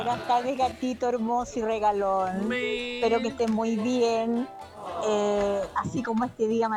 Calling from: Lima, Peru

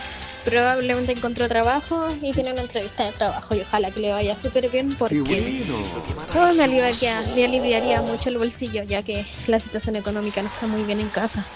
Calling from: Quilpué, Valparaíso, Chile; de Quilpué.

